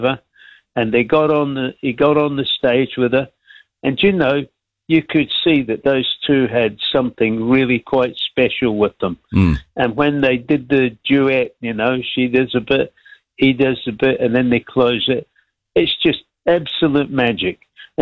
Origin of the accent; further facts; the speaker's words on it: Scotland, United Kingdom; I'm Scottish. It's always been FIFA.